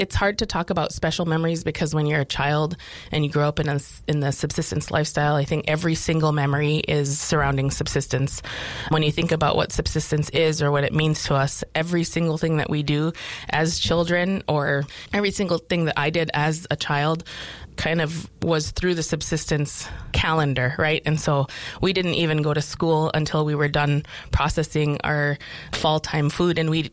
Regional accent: Kotzebue, Alaska, United States; now in Wasilla, United States; I am originally from Kotzebue and Sisolik, Alaska, which is above the Arctic Circle. I currently live in Wasilla, and I work in Wasilla

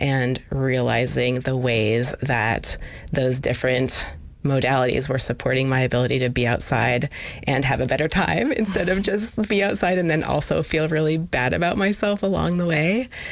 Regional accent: Soldotna, Alaska, United States; I grew up in Soldotna, and I've been a lifelong Alaskan

